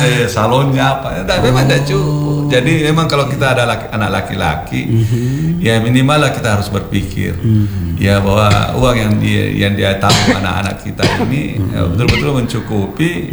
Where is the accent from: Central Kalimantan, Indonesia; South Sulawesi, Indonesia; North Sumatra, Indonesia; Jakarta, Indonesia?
South Sulawesi, Indonesia; Sinjai; Tapi saya kan Bugis Sinjai.